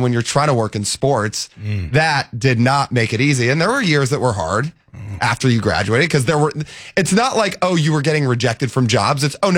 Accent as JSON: {"language": "English", "town": "Kirkland", "region": "Washington", "country": "United States", "tie": "born or raised there", "said": "I mean, in Kirkland, but every kid gets made fun of by their friends growing up."}